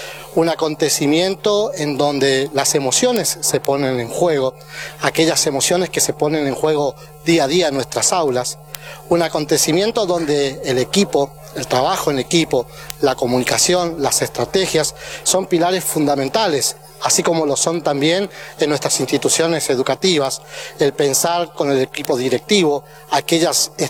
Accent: Argentina; nos identifica como argentinos

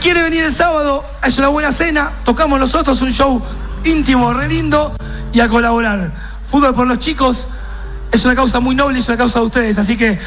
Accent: Argentina; Hoy somos más argentinos que nunca.

